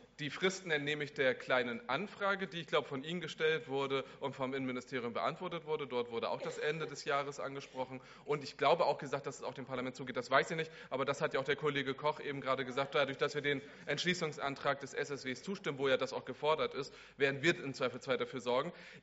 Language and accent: German; Kiel, Schleswig-Holstein, Germany; ich komme aus Kiel-Nord